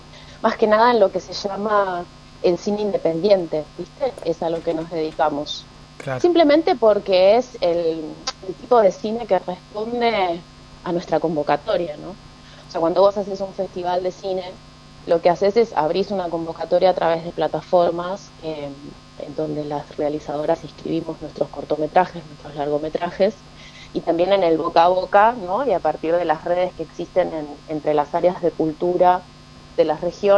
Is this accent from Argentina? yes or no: yes; Buenos Aires, Argentina; now in Bariloche, Argentina; yo soy porteña, parte, ¿no? Claro, sí. me migré a Bariloche y entonces siempre estoy descubriendo qué tan porteña soy